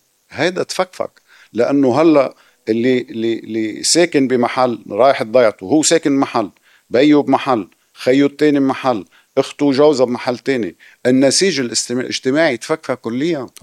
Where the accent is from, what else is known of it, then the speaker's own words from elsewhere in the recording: South Lebanon, Lebanon; مثلي أنا شيعي من الجنوب